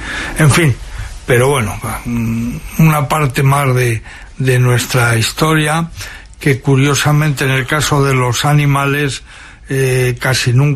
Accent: Madrid, Community of Madrid, Spain; Claro, yo lo vi como muchos madrileños lo vieron, ¿no?

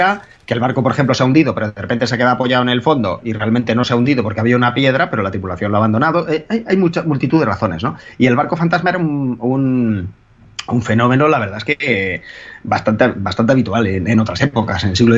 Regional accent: Galicia, Spain; te voy a contestar como gallego

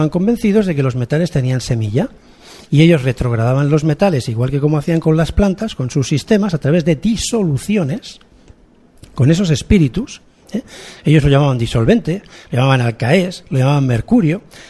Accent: Barcelona, Catalonia, Spain; yo soy de Barcelona, y a Barcelona vulgarmente lo llamamos Barna, ¿no?

